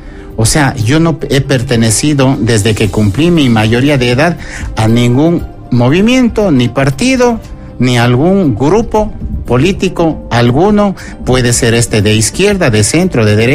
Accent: Pichincha, Ecuador; born there; also born or lived in Santo Domingo de los Colorados, Ecuador; now in Cuenca, Ecuador; Yo nací en Santo Domingo de los Colorados, hoy provincia Santo Domingo de los Áchilas. He crecido la mitad de mi vida en Pichincha y hoy me encuentro residiendo aquí en el Azuay durante ya quizás 15 años.

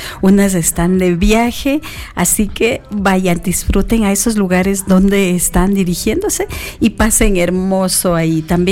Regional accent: Ecuador; Esos somos los ecuatorianos

